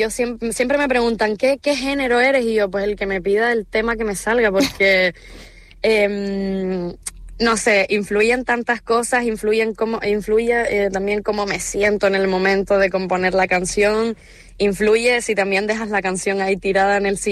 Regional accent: Canary Islands, Spain; como ahora mismo somos los canarios y las canarias

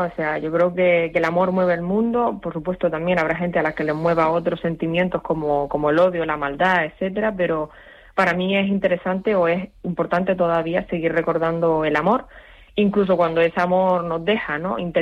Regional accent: Canary Islands, Spain; como buena canaria, buena española

